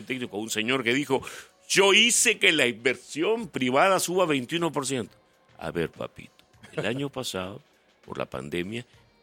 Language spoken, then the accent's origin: Spanish; Peru; Somos los peruanos que nos dejamos.